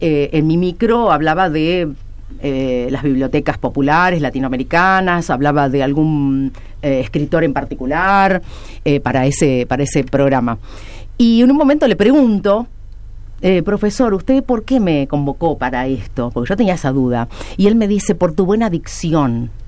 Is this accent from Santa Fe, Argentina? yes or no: yes; San Genaro, Santa Fe, Argentina; una radio muy conocida de donde soy yo, de San Genaro